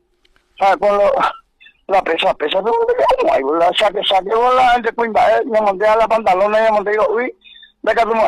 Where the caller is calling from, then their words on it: Paraguay; todos somos hermanos, todos somos paraguayos